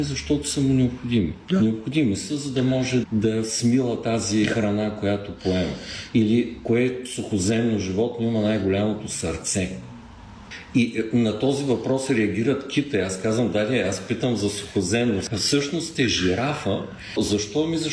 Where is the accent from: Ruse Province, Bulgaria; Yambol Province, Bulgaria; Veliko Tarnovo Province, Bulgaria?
Veliko Tarnovo Province, Bulgaria; Gorna Oryahovitsa; now in Bulgarian seaside; аз съм роден и израснал в Централна България. Пред Балкана, Горна Оряховица, Велико Търново, един район, който е изключително богат на реки, на корекции, на язовири. Планината е много близо